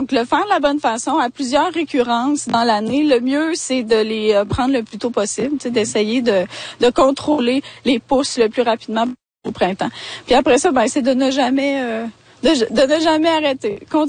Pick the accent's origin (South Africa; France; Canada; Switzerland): Canada; Lévis, Quebec; Je suis originaire de Lévis, plus du coin de Saint-Nicolas.